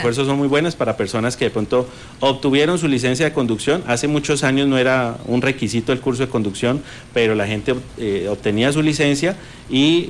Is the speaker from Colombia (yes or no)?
yes; Colombia